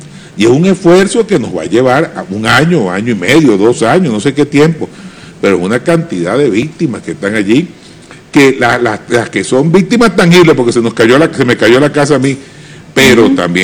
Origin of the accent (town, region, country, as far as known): Venezuela